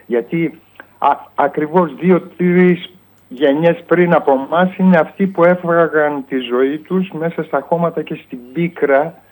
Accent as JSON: {"language": "Greek", "town": "Agios Christoforos", "region": "Central Macedonia", "country": "Greece", "tie": "born there", "said": "το χωριό μου στον Άγιο Χριστόφορο Σερών"}